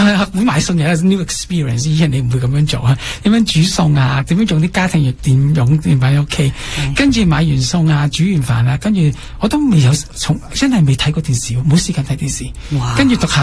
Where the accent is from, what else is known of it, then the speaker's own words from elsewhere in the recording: Canada; 佢哋收入比我哋加拿大少好多